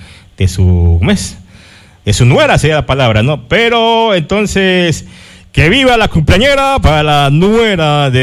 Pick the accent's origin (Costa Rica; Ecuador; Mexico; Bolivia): Ecuador; Así somos los ecuatorianos. Haciendo patria fuera de la patria muchas veces